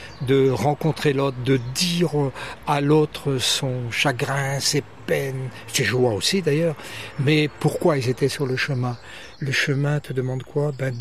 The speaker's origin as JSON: {"language": "French", "town": "Guimiliau", "region": "Brittany", "country": "France", "tie": "born or raised there", "moved": "as an adult", "lives_now": "Lampaul-Guimiliau, France", "said": "je suis né à Guimillot, la maison la plus proche de l'enclos paroissial"}